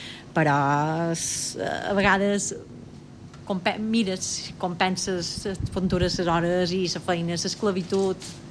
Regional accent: Calonge, Balearic Islands, Spain

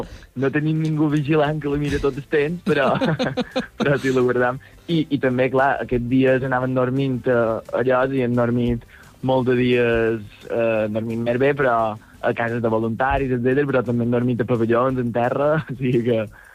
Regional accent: Sa Pobla, Balearic Islands, Spain; Nosaltres, per exemple, ja som de la Pobla

